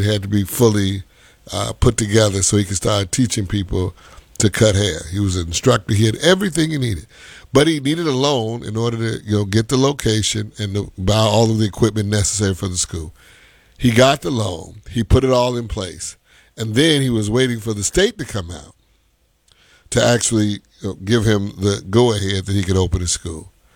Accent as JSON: {"language": "English", "country": "United States", "said": "Well, listen, I'm an American. And for a long time, I was a consumer."}